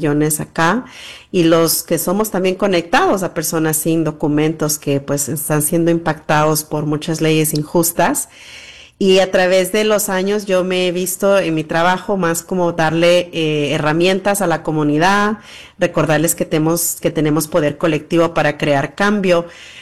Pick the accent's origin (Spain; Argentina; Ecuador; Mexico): Ecuador; now in United States; escuchar a otra mujer ecuatoriana